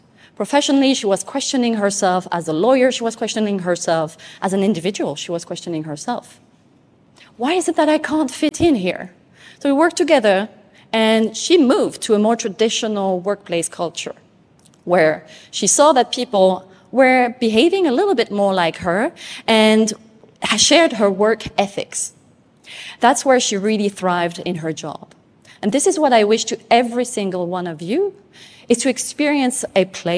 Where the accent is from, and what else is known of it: French Polynesia; born or raised there